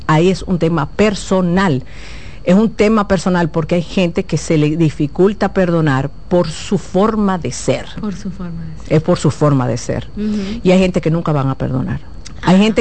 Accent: Dominican Republic; Tú vienes quilla, que significa molestia, soy muy dominicano

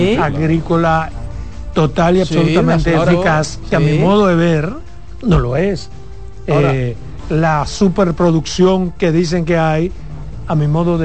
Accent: Pedernales, Dominican Republic; yo soy de frontera, soy de Pernales

